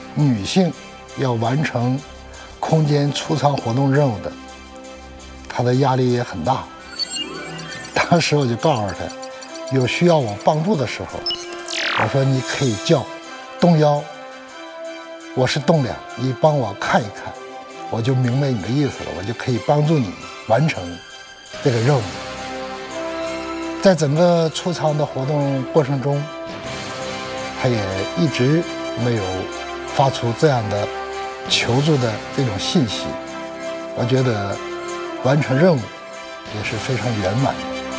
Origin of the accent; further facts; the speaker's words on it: China; 说明我们中国人十分关注我们祖国的航天事业。